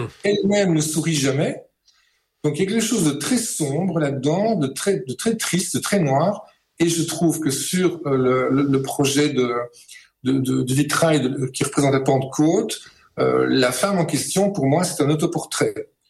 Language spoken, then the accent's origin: French; Belgium; Moi, je suis scandalisé en tant que Belge déjà